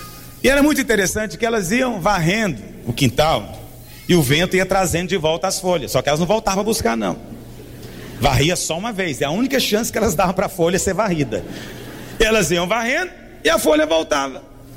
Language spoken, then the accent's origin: Portuguese; Goiás, Brazil; Eu sou goiano, eu falo dá conta, né?